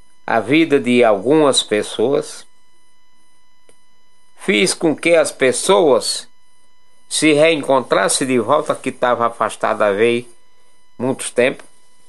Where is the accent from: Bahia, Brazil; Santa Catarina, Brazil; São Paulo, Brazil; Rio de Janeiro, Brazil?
Bahia, Brazil; Cachoeira; now in Pernambuco, Brazil; rezador e orientador espiritual, baiano de Cachoeira de São Félix. Quero dizer a vocês que sou residente no Pernambuco há 57 anos.